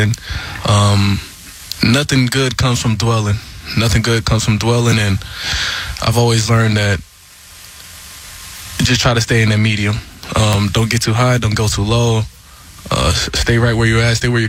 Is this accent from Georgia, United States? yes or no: yes; Marietta, Georgia, United States; I'm from Marietta, so.